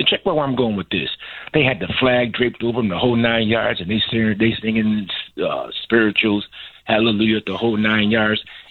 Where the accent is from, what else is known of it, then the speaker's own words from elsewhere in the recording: Connecticut, United States; I'm from Connecticut, and I'm even hearing, man, that you're doing some good work, bro.